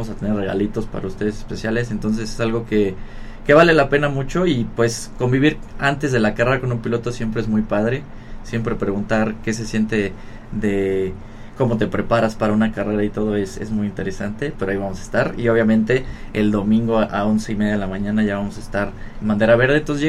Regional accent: Puebla, Mexico; born there; also born or lived in Brazil; prácticamente pues soy poblano, me encanta vivir aquí, me tocó vivir fuera de Puebla un par de años, pero siempre regresar aquí es algo muy especial.

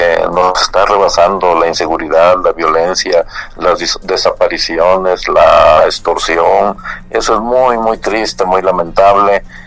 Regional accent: Mixteca, Mexico; now in Puebla, Mexico; si me invitan a mi tierra, a la Mixteca, seré muy feliz

